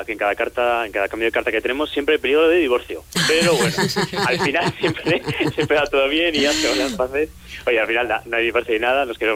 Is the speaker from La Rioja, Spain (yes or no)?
yes; La Rioja, Spain; yo además como riojano